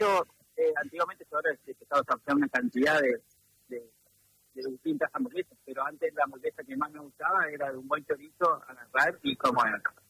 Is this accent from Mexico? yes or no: no; Viale, Entre Ríos, Argentina; born there; now in Paraná, Argentina; yo tenía acá a 50 kilómetros, tengo donde nací en Viale, tengo ciclo 2, un pequeño lugar donde procesamos la carne.